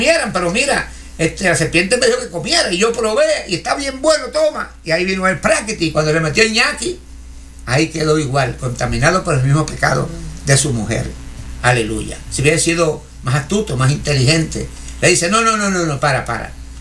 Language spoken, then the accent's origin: Spanish; Puerto Rico; Hasta que yo vine de Puerto Rico estaba viva todavía.